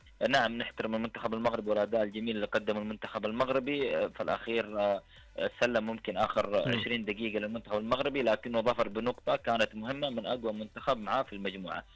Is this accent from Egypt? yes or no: no; Saudi Arabia; احنا كسعوديين